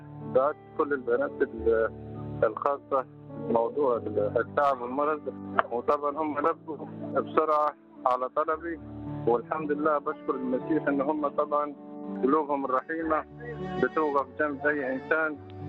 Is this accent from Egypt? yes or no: yes; Egypt; من مصر، طبعا انا مريض كانسر بالدم